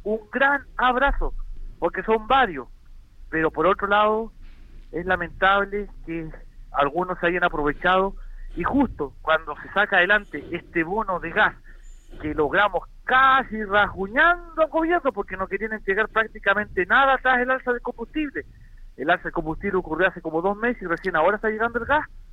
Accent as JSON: {"language": "Spanish", "region": "Los Lagos", "country": "Chile", "said": "en mi tierra, en Palena"}